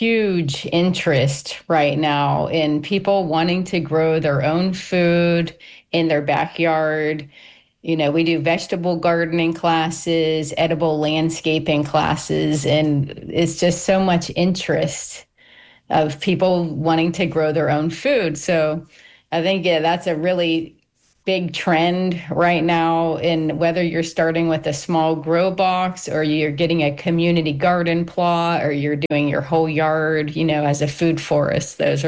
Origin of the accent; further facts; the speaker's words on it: Pennsylvania, United States; moved away; And our seasons here are kind of backwards, like than what I grew up in Pennsylvania.